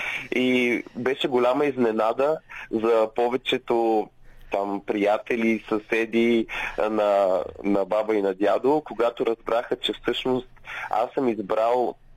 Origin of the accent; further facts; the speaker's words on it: Sofia, Sofia City, Bulgaria; born there; also born or lived in Kardzhali; Аз се чувствам изключително приятно, защото Кърджали е моя град. Въпреки, че съм роден в София, всяко лято прекарвах в Кърджали с баба ми и дядо ми.